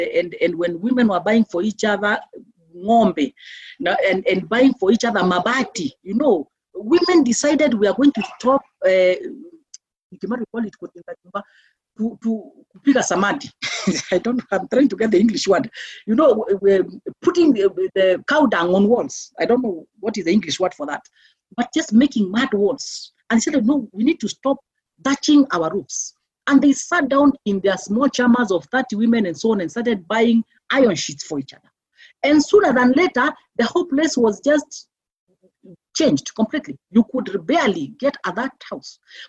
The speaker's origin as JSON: {"language": "English", "town": "Meru", "region": "Meru County", "country": "Kenya", "tie": "born or raised there", "moved": "yes", "said": "where I grew up in Meru, that I grew up in the family that I grew up, but in the midst of very severe poverty."}